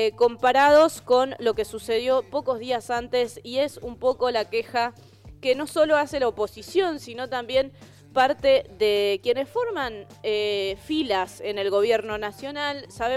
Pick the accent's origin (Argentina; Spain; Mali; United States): Argentina; Sí puedo decir como argentina